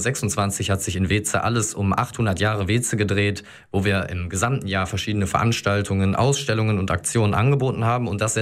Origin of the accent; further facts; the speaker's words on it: Geldern, North Rhine-Westphalia, Germany; born there; Ich bin als gebürtiger Gelderner ja hier im Norden dann schon wieder fast ein Ausländer, könnte man sagen. Also lokal sind da doch einige Unterschiede im Platt zu erkennen